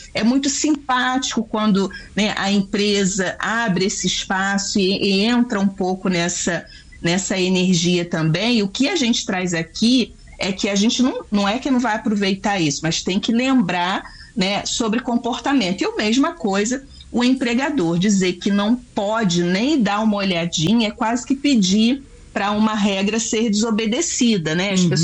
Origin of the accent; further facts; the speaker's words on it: Brazil; como bom brasileiro, não desisto nunca